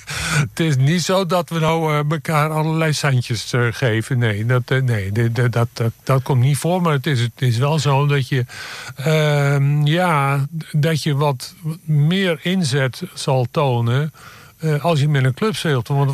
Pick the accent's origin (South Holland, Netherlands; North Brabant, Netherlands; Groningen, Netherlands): South Holland, Netherlands; Rijnsburg; now in Apeldoorn, Netherlands; Oorspronkelijk kom ik uit Rijnsburg.